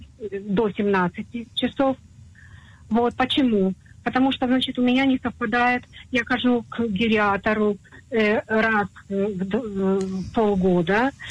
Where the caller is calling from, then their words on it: Tel Aviv, Tel Aviv District, Israel; из Тель-Авива, мне 78 лет, и у меня к вам один вопрос единственный.